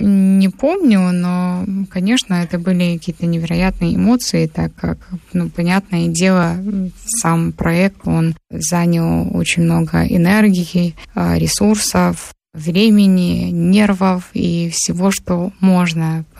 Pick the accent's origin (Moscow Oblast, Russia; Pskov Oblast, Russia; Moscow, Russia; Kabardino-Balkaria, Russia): Kabardino-Balkaria, Russia; я родилась в Кабардино-Балкарской республике. Кабардино-Балкарию называют Малыми Гималаями. У нас там находится высочайшая вершина России, Европы и очень много других не менее значимых вершин, как Эльбрус.